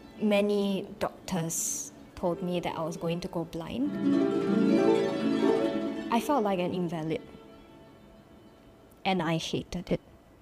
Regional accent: Singapore; I'm from Singapore.

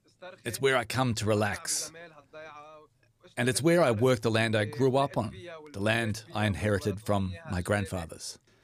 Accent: Dibble, Nabatieh Governorate, Lebanon; I was born and raised in Dibble. I'm 23 years old. I went to Beirut to study for 5 years, but I would always leave Beirut and return to Dibble as soon as the semester ended.

